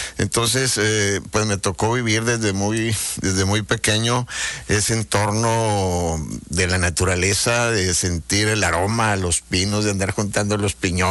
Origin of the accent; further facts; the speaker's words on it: Madera, Chihuahua, Mexico; moved away; soy originario de un medio rural, de otro estado, allá en Chihuahua, mi natal Chihuahua, pero siempre añorando y recordando la vida de la sierra y entre los pinos, porque mi pueblo está enclavado allá en el municipio de Madera, Chihuahua